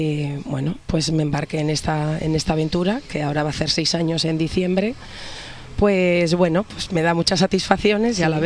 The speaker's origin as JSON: {"language": "Spanish", "town": "Bilbao", "region": "Basque Country", "country": "Spain", "tie": "born there", "also_born_or_lived": "Aguilar de Campoo", "moved": "yes", "lives_now": "Cantabria, Spain", "said": "Nacida en Bilbao, en el País Vasco, con sangre castellana, de la zona de la Montaña Palentina, pero de adopción me siento totalmente cántabra. Llevo ya 18 años viviendo en Cantabria"}